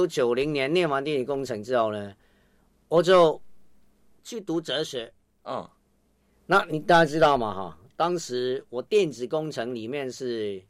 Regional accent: Hong Kong; 我们生活在香港好像还蛮幸福的

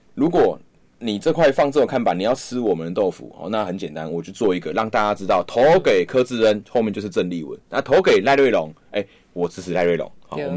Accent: Pingtung County, Taiwan; 我是屏东人没有错

